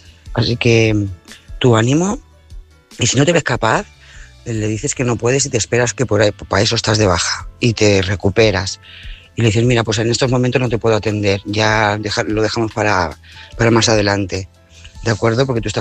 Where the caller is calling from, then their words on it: Lloret de Mar, Catalonia, Spain; Lloret de Mar